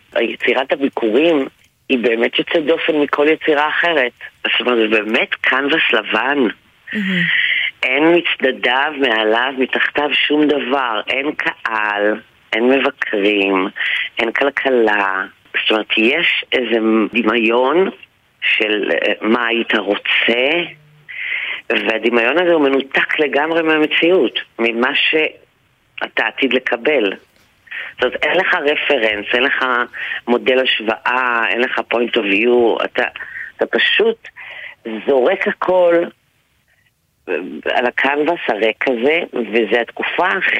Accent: Beersheba, Southern District, Israel; born there; moved away as an adult; now in Tel Aviv, Israel; אני באה מבאר שבע, הגעתי למרכז בערך בגיל 20

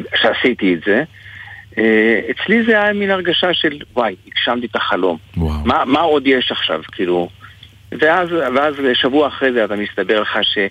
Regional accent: a moshav in the Jezreel Valley, Northern District, Israel; גדלתי במושב בעמק ישראל, מתחת ההקפה של רמת דוד

